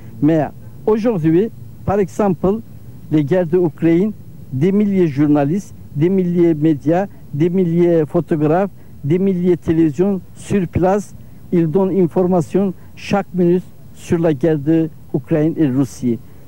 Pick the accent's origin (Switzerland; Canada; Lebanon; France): Switzerland; C'est comme moi, je viens de la Suisse, les autres, ils viennent de l'Angleterre